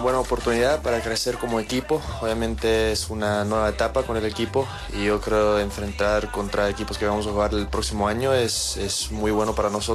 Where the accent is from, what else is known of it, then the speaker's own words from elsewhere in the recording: Bolivia; Soy boliviano